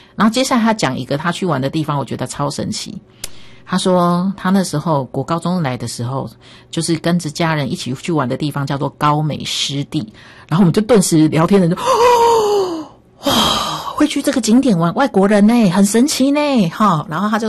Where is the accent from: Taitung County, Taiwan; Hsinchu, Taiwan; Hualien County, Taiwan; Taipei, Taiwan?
Taipei, Taiwan; 那有点像是我们台北人也不会三不五时跑到屏东啊，